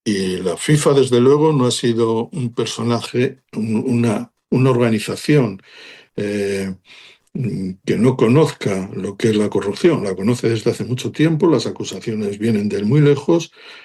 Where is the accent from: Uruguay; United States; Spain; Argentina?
Spain; quiero que gane España. Además hay, no solamente porque es mi país